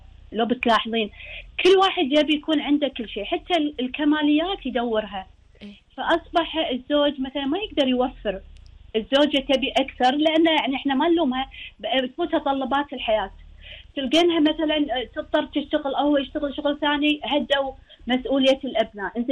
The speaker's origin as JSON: {"language": "Arabic", "country": "Kuwait", "said": "القيم الدينية عندنا بالكويت متوازنة وثابتة"}